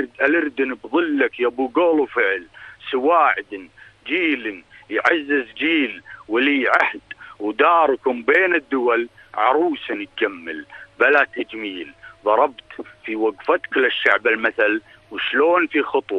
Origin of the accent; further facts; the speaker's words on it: Saudi Arabia; في بلدنا المملكة العربية السعودية